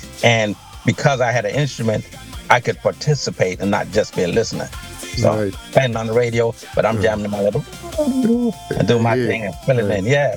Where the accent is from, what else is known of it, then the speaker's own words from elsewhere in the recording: London, United Kingdom; born there; So I'm a a British citizen born in London with a Catician and Antiguan parents.